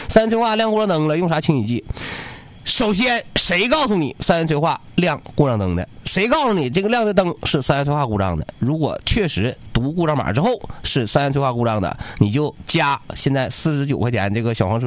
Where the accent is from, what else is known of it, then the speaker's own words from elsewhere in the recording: Northeast China, China; 但是我们东北人都知道呲儿的是什么意思